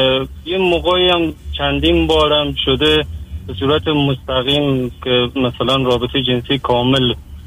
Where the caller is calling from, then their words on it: Iran; من از ایران تماس میگیرم، 31 سالمه.